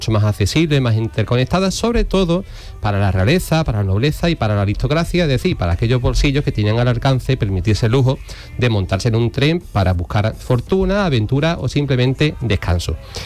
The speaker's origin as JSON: {"language": "Spanish", "town": "Huelva", "region": "Andalusia", "country": "Spain", "said": "curiosamente, yo que soy de Huelva, leí un libro hace muchos años"}